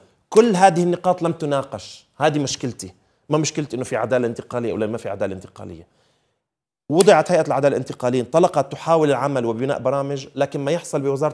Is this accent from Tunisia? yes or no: no; Syria; وحقيقة كسوريين عشنا بسوريا وبنعرف سوريا وحبسنا